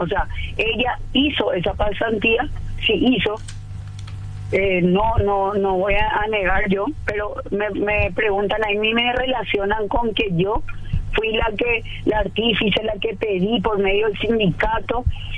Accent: Paraguay; O sea, como cualquier paraguayo, yo podía salir, y entonces opté por llevarle a mis hijas a Cayoba en auto.

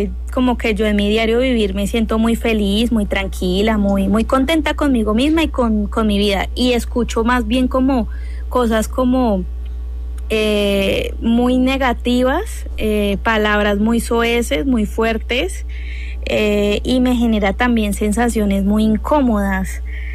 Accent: Tolima, Colombia; yo soy del Tolima, yo no soy paisa

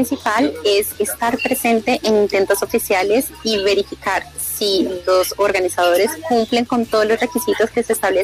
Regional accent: Bogotá, Colombia; Soy de Bogotá.

